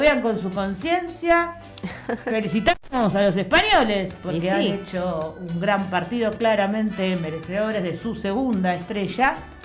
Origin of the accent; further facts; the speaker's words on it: Argentina; Ahí demuestra lo que somos los argentinos.